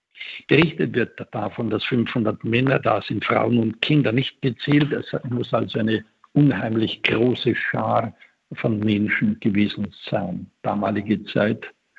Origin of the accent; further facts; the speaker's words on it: Vienna, Austria; Als Wiener